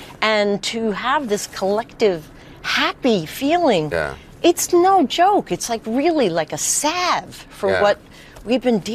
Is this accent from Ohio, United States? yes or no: no; New York, United States; I grew up on Long Island. My parents were Mets fans.